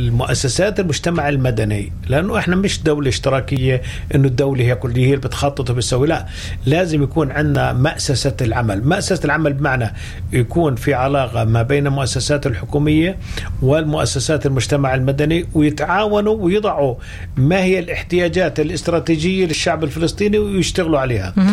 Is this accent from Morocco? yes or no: no; Palestine; إحنا كمان كفلسطينيين